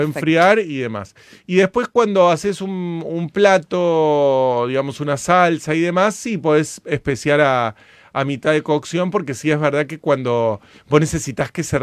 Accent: Córdoba, Argentina; Coprovinciana.

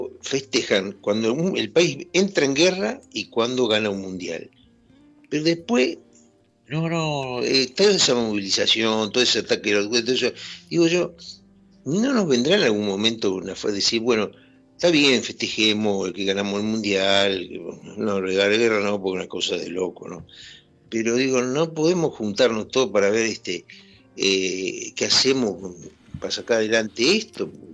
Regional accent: Rosario, Santa Fe, Argentina

